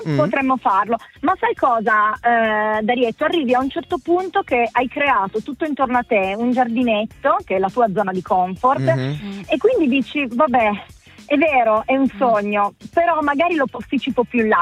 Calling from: Avigliana, Piedmont, Italy; Sono da Vigliana, provincia di Torino

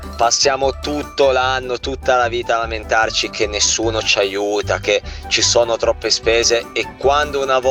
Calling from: Revello, Piedmont, Italy; da Revello.

